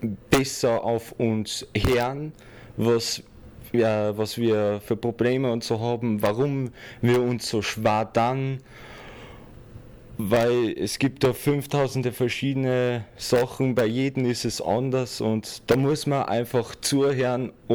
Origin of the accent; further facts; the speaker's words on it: Mondsee, Upper Austria, Austria; Ich komme zum Beispiel aus Mondsee und ich muss dann wieder extra dafür zahlen, dass ich dann zu mir heimkomme.